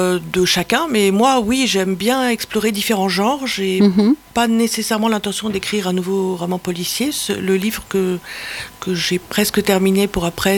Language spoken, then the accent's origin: French; Versailles, Île-de-France, France; moved away; Versailles en particulier, qui est ma ville natale où j'ai longtemps vécu.